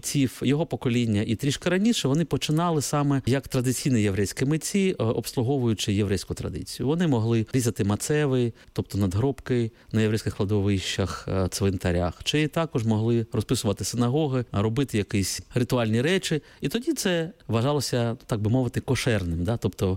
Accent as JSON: {"language": "Ukrainian", "town": "Kharkiv", "region": "Kharkiv Oblast", "country": "Ukraine", "said": "Оскільки я сам з Харкова, то я можу це в паралелі відслідкувати."}